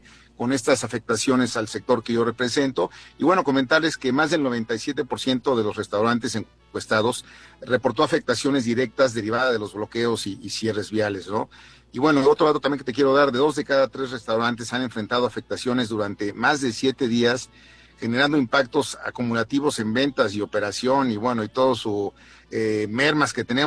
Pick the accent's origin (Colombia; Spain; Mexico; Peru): Mexico; como buenos mexicanos todo lo dejamos hasta el último.